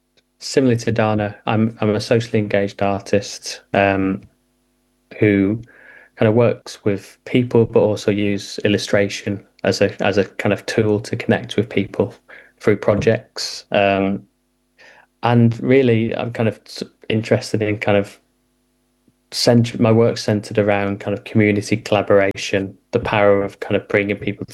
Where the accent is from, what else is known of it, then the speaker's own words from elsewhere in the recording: North West England, United Kingdom; I'm originally from Lancashire as well, so kind of my art's kind of taken me all around the country, but it's kind of really nice to kind of land back in to kind of the place I grew up in as well